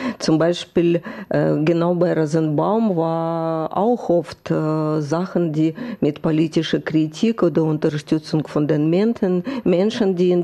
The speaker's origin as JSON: {"language": "German", "region": "Saint Petersburg", "country": "Russia", "tie": "born or raised there", "said": "Das ist St. Petersburg, meine Heimatstadt."}